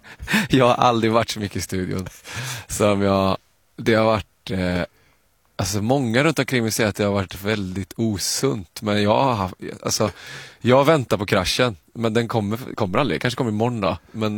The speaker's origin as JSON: {"language": "Swedish", "country": "Sweden"}